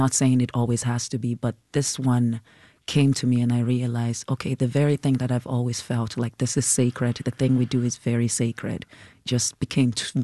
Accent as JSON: {"language": "English", "country": "Nigeria"}